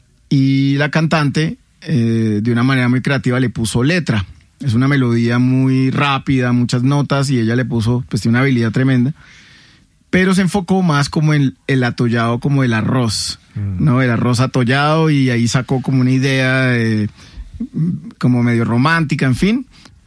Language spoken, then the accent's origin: Spanish; Venezuela; resulta que en mi tierra y creería que también en toda Venezuela se le conoce como chigüire